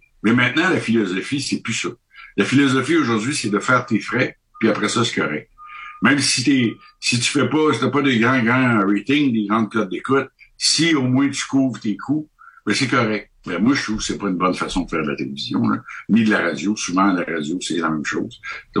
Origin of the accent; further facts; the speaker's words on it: Canada; moi, je suis du Canada, je suis ici de passage